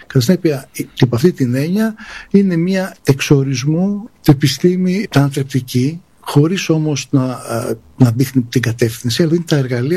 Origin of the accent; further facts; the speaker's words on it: Piraeus, Attica, Greece; Γεννήθηκα σε προσφυγικές συνοικίες, μεγάλωσα και ένα κομμάτι και στο λιμάνι του Πειραιά